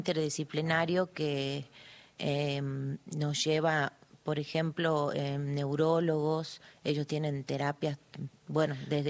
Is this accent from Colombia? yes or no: no; Palpalá, Jujuy, Argentina; Nosotros somos de Palpalá.